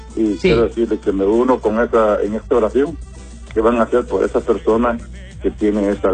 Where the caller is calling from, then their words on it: Zambrano, Francisco Morazán, Honduras; Desde Zambrano, Francisco Morazán